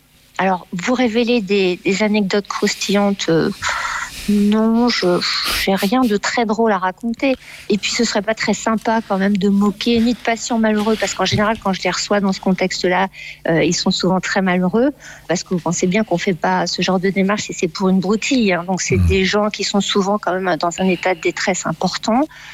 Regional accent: Paris, Île-de-France, France; now in Dartmoor, United Kingdom; Moi, je suis parisienne d'origine, que j'aille m'installer à Londres parce que j'avais quitté Paris.

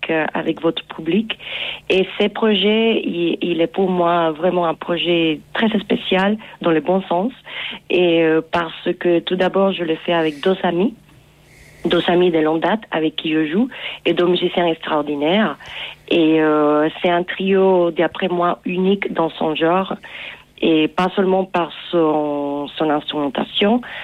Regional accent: Cuba; moved away; Et Inor, on est les deux Cubains. Et on a étudié en fait à l'école ensemble quand on était enfants à Cuba.

